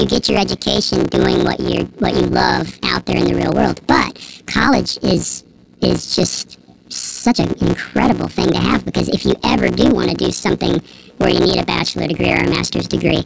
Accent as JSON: {"language": "English", "town": "Nashville", "region": "Tennessee", "country": "United States", "tie": "born or raised there", "said": "And I actually started auditing classes at Belmont while I was still in high school, because I grew up in Nashville."}